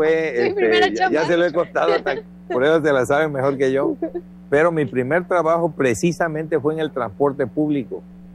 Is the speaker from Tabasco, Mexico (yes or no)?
yes; Jonuta, Tabasco, Mexico; Yo llegué de Jonuta, terminé la secundaria y me vine a Villahermosa junto con mi hermano a estudiar la preparatoria.